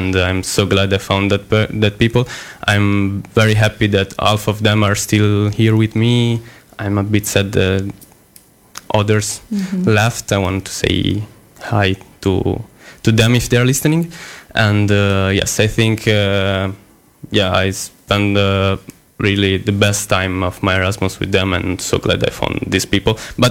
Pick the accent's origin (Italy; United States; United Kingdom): Italy; moved away; I'm from Italy.